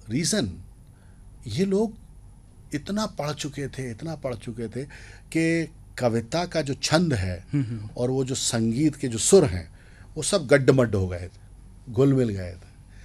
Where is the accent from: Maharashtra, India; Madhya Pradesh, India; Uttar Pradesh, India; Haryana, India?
Madhya Pradesh, India; Vidisha; also born or lived in Bhopal; और चूंकि मैं संयुक्त परिवार में पला बड़ा हूँ विदिशा भोपाल में